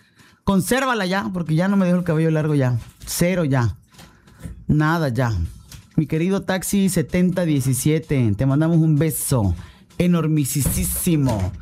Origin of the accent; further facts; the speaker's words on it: Tabasco, Mexico; now in Monterrey, Mexico; Soy de Tabasco, pero vivo en Monterrey.